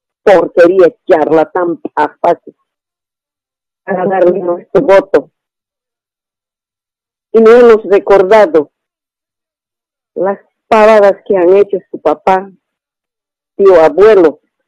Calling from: Potosí, Bolivia; Yo soy potosina

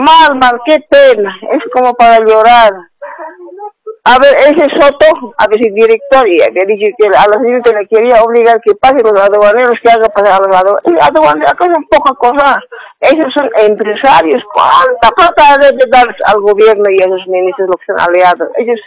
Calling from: La Paz, Bolivia; Estoy llamando de Ciudad de La Paz.

